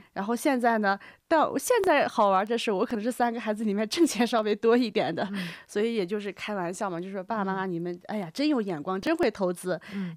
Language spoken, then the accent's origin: Chinese; Heilongjiang, China; 因为我是黑龙江的人